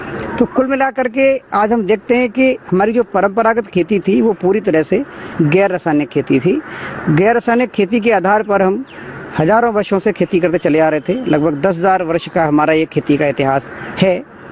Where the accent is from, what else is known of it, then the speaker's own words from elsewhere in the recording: Aligarh district, Uttar Pradesh, India; moved away; अलीगढ़ जिले के एक गांव में मैं पैदा हुआ और वहीं मैं पला बढ़ा। उसके बाद भारत के बहुत सारे शहरों में कई प्रकार के काम करने का मौका मिला।